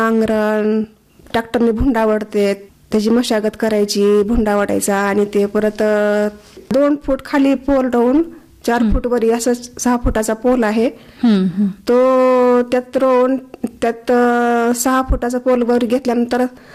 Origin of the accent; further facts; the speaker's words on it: Shingoli, Maharashtra, India; moved away as an adult; now in Dharashiv, India; माझं माहेर आहे शिंगोली